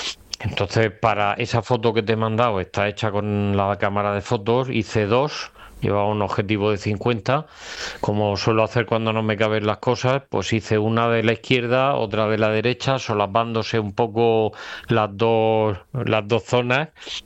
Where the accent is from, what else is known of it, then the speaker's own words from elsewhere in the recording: Murcia, Region of Murcia, Spain; born there; Yo hice la foto desde el edificio donde yo nací, que yo nací en la Ronda de Garay.